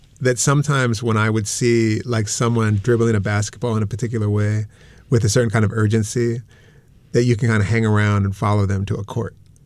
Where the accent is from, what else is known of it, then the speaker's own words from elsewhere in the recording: Pennsylvania, United States; I grew up outside of Philadelphia, so it's a lot about like sort of Dr. J and Charles Barkley.